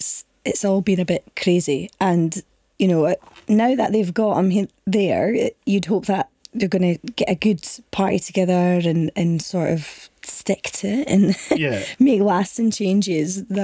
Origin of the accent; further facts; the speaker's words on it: Scotland, United Kingdom; No, I'm from the north. I'm Scottish.